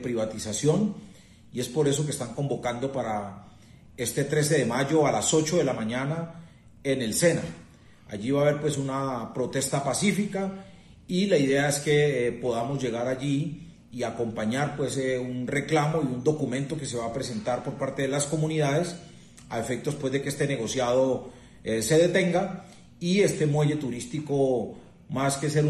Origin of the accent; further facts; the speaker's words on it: Buenaventura, Valle del Cauca, Colombia; Un abrazo enorme a mi pueblo de Buenaventura.